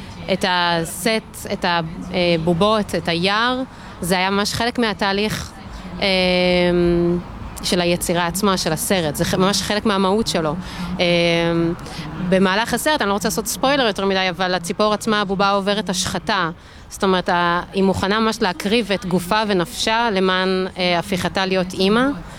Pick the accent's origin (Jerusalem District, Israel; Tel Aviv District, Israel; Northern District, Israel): Northern District, Israel; Mitzpe Amuka; אני גדלתי כאן 2 מטר מפה במצפה עמוקה. אני בעצם מהגליל, והגליל מבחינתי זה בית. אין בית אחר בעולם חוץ מהגליל העליון, וזה נוף ילדותי